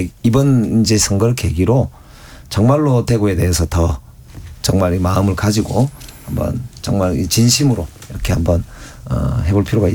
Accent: Busan, South Korea; 저도 고향이 부산이지만

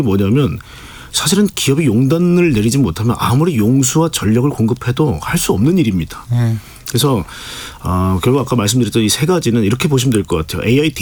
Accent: Seoul, South Korea; 서울 사람이라서 그런지 몰라 지역감정이 별로 없습니다.

